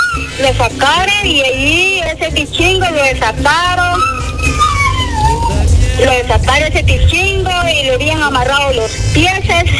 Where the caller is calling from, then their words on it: La Campa, Lempira, Honduras; Yo soy de la Campa, de la Campa Lempira, de una aldea que le dicen Mataras.